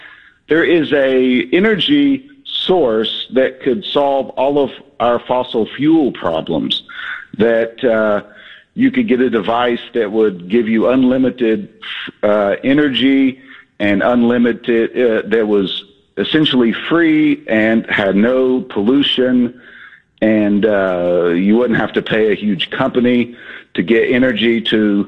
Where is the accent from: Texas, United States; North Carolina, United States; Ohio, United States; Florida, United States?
North Carolina, United States; I am from Western North Carolina.